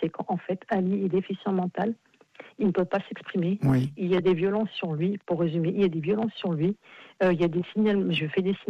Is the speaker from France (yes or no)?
yes; France; born there; Moi, je suis d'origine maghrébine, tunisienne. Lui aussi. Moi, je suis née en France.